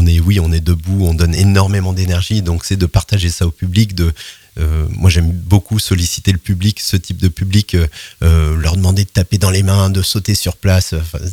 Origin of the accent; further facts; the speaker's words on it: Brittany, France; Et donc, moi, j'ai grandi sur le Pays de l'Orient.